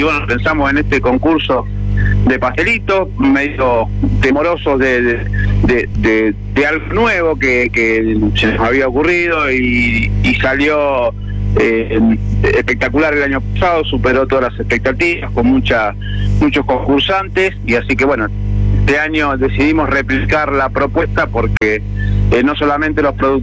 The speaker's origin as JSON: {"language": "Spanish", "town": "Casilda", "region": "Santa Fe", "country": "Argentina", "said": "como todo argentino, como todo casildense"}